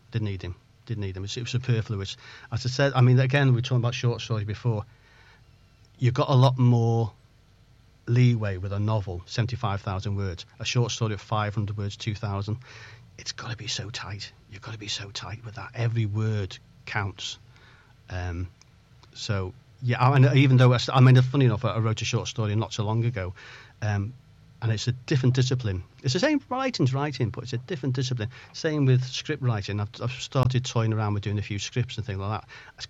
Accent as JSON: {"language": "English", "town": "Chester", "region": "North West England", "country": "United Kingdom", "also_born_or_lived": "Liverpool / Barrow-in-Furness / Ulverston", "said": "And I found like I'm actually from Chester. I lived in Liverpool for quite a few years, and the more the countryside places, and I used to live in Barrow and Furness in Cumbria and Ulverston up there"}